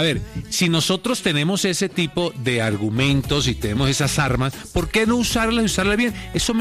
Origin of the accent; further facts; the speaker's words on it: Colombia; nos hizo sentir orgullosos de ser colombianos y latinos